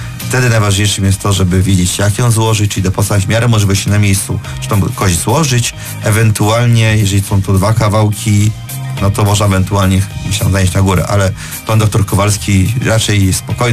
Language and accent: Polish; Łódź, Łódź Voivodeship, Poland; skąd jestem, czyli z Łodzi